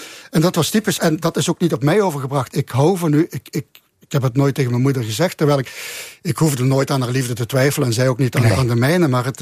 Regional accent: Limburg, Belgium; wat de gewoonte is bij ons in Limburg, het belang van Limburg.

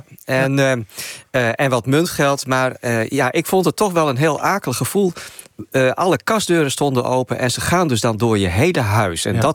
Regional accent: Groningen, Netherlands; En verder, ik kom uit Groningen. Dat is fietsstad nummer 1 in Nederland.

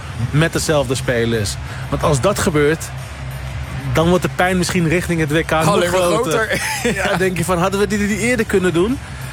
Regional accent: Netherlands; Ik denk dat wij als Nederlanders zijn dat liever hebben.

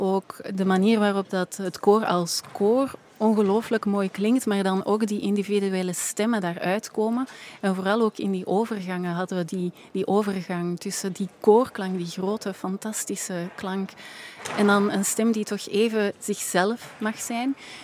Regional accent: Antwerp, Flanders, Belgium; Ik kom natuurlijk uit Antwerpen

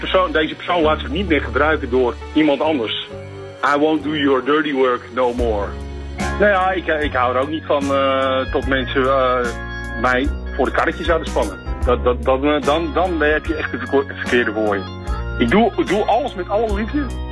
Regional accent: Volendam, North Holland, Netherlands; Ik ben geboren en getogen in Volendam. Ik ben net 47 jaar oud geworden.

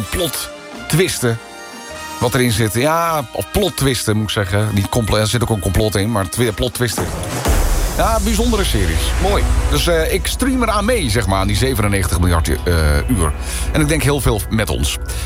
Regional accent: Friesland, Netherlands; We hebben bij ons in Friesland begint dit weekend het scootjesielen.

